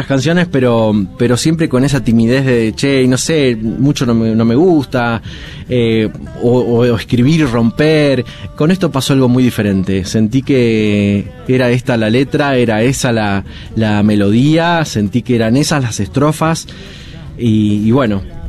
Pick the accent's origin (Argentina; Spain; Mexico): Argentina; Pergamino, Buenos Aires Province; soy de la ciudad de Pergamino, provincia de Buenos Aires, y que canto hace más de 20 años en eventos, fiestas, festivales.